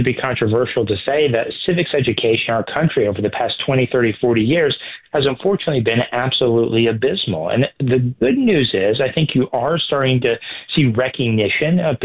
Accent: Florida, United States; my home state of Florida

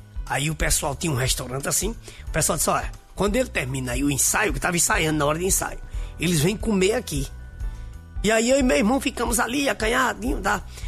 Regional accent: Recife, Pernambuco, Brazil; Disse, não, nós somos de Recife, vocês estão aqui.

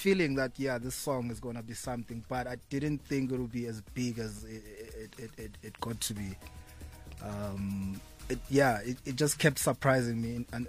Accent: Ngamakwe, Eastern Cape, South Africa; And that time I didn't know she was from Ngamakwe. We both from the same village.

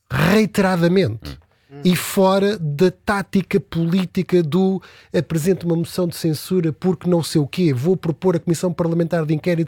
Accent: Canada; now in Portugal; Eu cresci no Canadá, fui imigrante, sou filho do motorista e da senhora da limpeza.

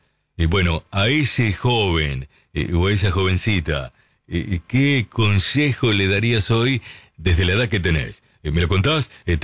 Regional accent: Lincoln, Buenos Aires Province, Argentina; born there; moved away; Claro, el viejo, mi viejo, escuchaba la radio en la estación de servicio. Era playero allí en Lincoln y ponía la radio arriba del surtidor.

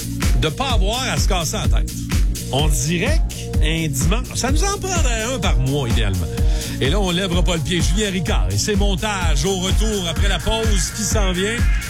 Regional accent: Quebec, Canada; Saguenay-Lac-Saint-Jean, ma terre natale.

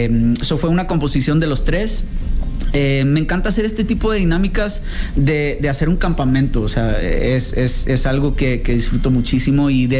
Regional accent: Mexico; porque pues soy de frontera y me encanta el poder representar nuestra cultura, que al fin de cuentas no importa si somos de este lado del charco o del otro, somos mexicanos

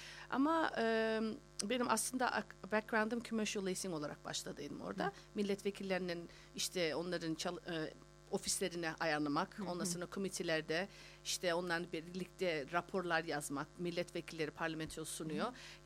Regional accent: Sydney, New South Wales, Australia; also born or lived in Amsterdam, Netherlands; Hadi gene biz burada doğup büyüdük, buranın kültürü bayağı var içerimizde.

